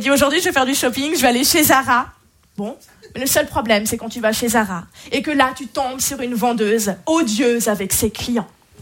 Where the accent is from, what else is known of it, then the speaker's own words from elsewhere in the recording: Switzerland; Moi, à chaque fois que je dis à un Français que je viens de Suisse